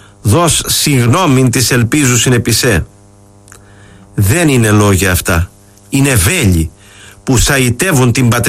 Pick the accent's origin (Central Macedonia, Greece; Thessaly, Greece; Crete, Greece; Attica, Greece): Crete, Greece; Στην πατρίδα μου την Κρήτη